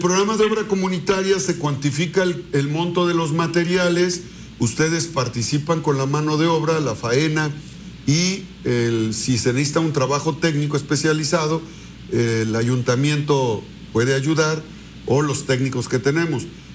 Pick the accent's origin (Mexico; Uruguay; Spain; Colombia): Mexico; Acatzingo, Puebla; also born or lived in Izúcar de Matamoros, Puebla; Nací en Izúcar, aunque crecí en Acatzingo, pues, pero soy tu paisano.